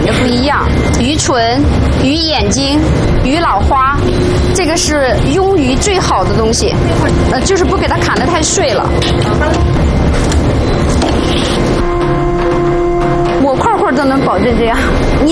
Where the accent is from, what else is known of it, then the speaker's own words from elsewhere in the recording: Sichuan, China; 我们四川人是离不开泡菜的，家家户户都要泡泡菜，